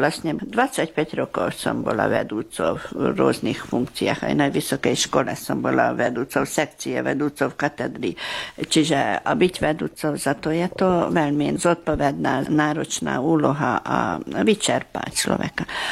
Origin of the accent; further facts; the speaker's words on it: Békéscsaba, Békés, Hungary; som sa rozhodla, že ja musím sa domov vrátiť. Tak dlho som bola ďaleko, že som cítila tú potrebu, že zase chcem tu bývať doma v Bekeskej Čabe. Čiže ja vždy som musela odísť trošku na chvíľku, ale stále som sa vrátila sem.